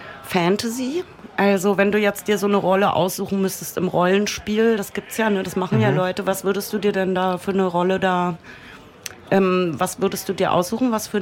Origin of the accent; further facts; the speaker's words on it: Berlin, Germany; so richtig aus Westdeutschland komme ich ja nicht. Ich komme ja aus West-Berlin und bin darum schon relativ ostaffin.